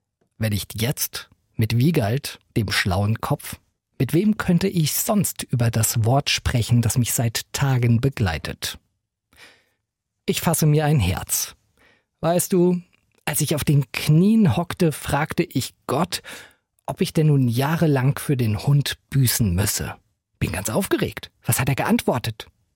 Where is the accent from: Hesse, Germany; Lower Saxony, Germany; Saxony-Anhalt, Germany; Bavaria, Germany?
Lower Saxony, Germany; Bad Zwischenahn; Dort geht es doch konfessionsstatistisch so zu wie im nördlicher gelegenen Bad Zwischenahn, wo ich aufgewachsen bin. Dort ist es so evangelisch, dass man nicht mal ahnt, dass es einen Konkurrenzclub gibt.